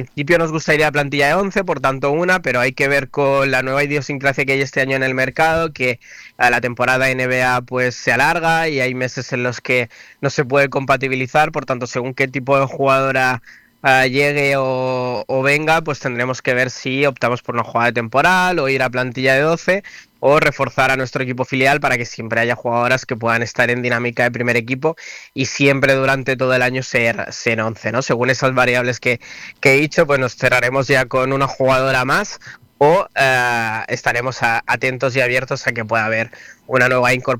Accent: Balearic Islands, Spain; nos haría mucha ilusión como club y como mallorquín también poder tenerla en la selección absoluta

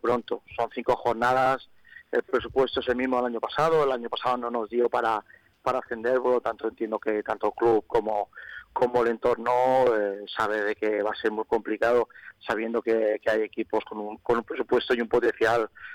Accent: Valencian Community, Spain; now in Manacor, Spain; soy valenciano

